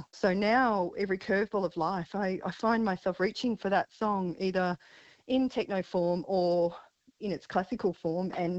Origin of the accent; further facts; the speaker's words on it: Melbourne, Victoria, Australia; I am from Melbourne, or Nam